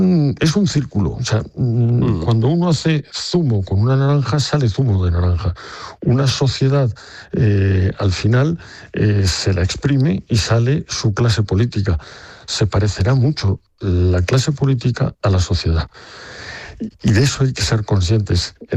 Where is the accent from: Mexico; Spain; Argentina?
Spain